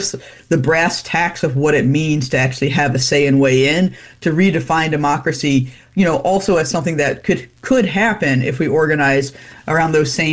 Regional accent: the South, United States; as a Southerner

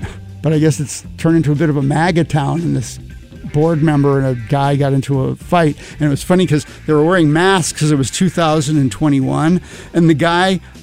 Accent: Glastonbury, Connecticut, United States; moved away; my hometown, which used to be this sort of, you know, pinky out, very staid, very quiet, under the radar, but somewhat overt and covert at the same time, racism and anti-Semitism, and very waspy

